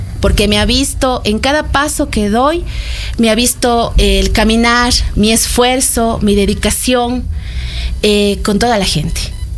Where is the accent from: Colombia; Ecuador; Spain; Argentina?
Ecuador; Cañar; Luego regresé a mi tierra, Cañari, en donde en ese entonces se llamaba Dirección Provincial de Salud del Cañar.